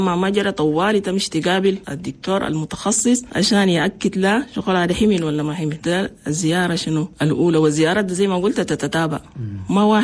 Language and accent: Arabic; Chad; لأننا نحن عندنا في تشاد نسبة موت عن الأمهات اللي بموت في ولودة كتير مرة واحد